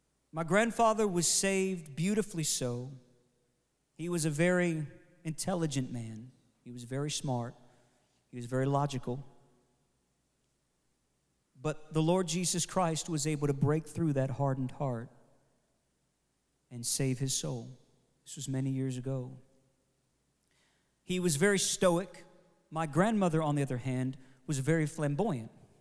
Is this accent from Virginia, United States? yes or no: no; Pittsburgh, Pennsylvania, United States; we're from Pittsburgh, Pennsylvania, that's where we're originally from